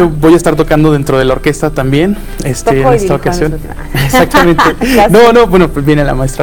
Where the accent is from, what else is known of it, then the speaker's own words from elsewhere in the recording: Querétaro, Mexico; born there; Nací aquí en Querétaro, pero tuve la fortuna de estudiar allá.